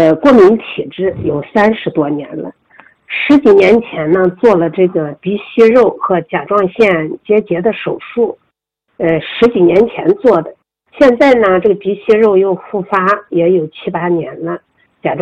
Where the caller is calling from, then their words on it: Taizhou, Zhejiang, China; 我是来自于浙江台州的